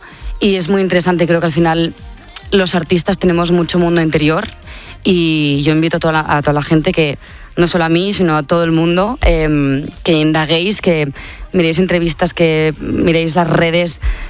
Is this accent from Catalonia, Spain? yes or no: yes; Tiana, Catalonia, Spain; Yo soy de Barcelona, bueno, de Tiana, en realidad, de un pueblo de alrededores, del Maresme.